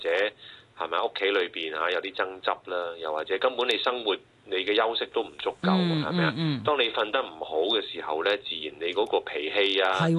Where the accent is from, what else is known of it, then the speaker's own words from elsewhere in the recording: Hong Kong; 我覺得即係作為一個香港人啊，係嘛，大家都會覺得啊，同一個地方嘅人啦